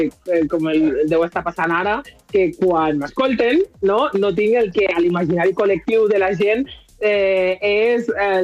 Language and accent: Catalan; Lleida, Catalonia, Spain; born there; Sí, jo vaig néixer a Lleida de mare catalana.